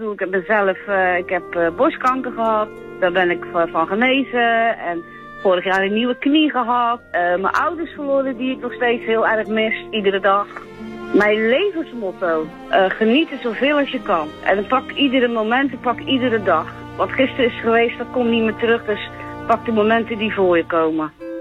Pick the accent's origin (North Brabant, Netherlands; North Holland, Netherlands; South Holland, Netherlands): South Holland, Netherlands; Dordrecht; Dat ik denk van oké, ik ben een Dordtenaar.